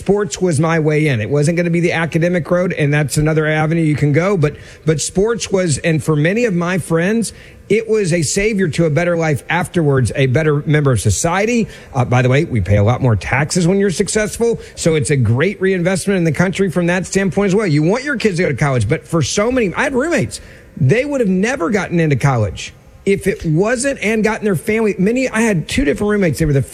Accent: Memphis, Tennessee, United States; The African-American University of Memphis, my hometown football coach, he got behind this

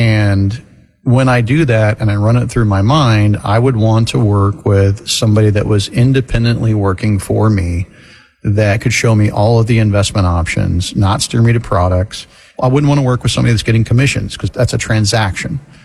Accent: Florida, United States; I grew up in Florida.

